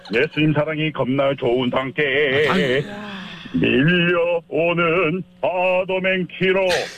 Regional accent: Yeosu, South Jeolla, South Korea; accent: Jeolla dialect; 제 고향은 여수인데요.

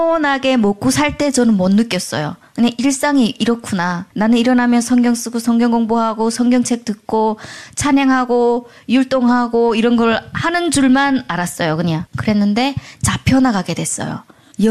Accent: North Korea; 저는 북한에서 왔잖아요. 북한 사람들도 참 좋은 사람들이 되게 많아요.

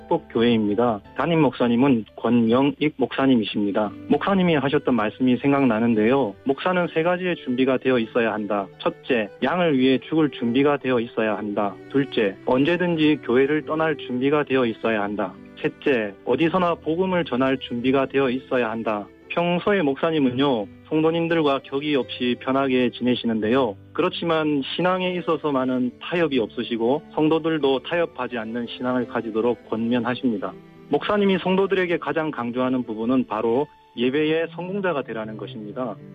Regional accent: Ulsan, South Korea; 저는 올해 46살이고 울산에서 태어나서 대구에서 군대 생활한 것 빼고는 지금까지 쭉 울산에서 살고 있습니다.

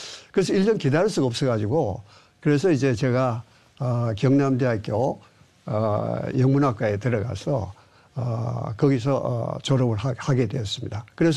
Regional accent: Daegu, South Korea; moved away as an adult; 저는 그 고향이 대구입니다.

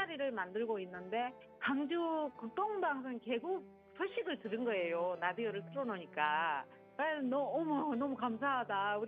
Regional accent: Suncheon, South Jeolla, South Korea; moved away; 제가 순천 사람입니다.

